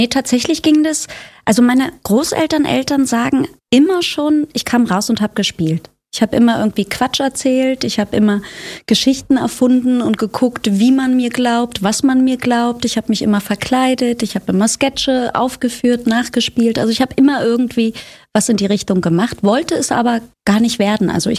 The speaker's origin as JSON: {"language": "German", "town": "Potsdam", "region": "Brandenburg", "country": "Germany", "tie": "born or raised there", "also_born_or_lived": "Zehdenick", "lives_now": "Berlin, Germany", "said": "Von hier Zedenick geboren, Potsdam aufgewachsen und dann in den Osten von Berlin gezogen, immer noch Ossi, ja."}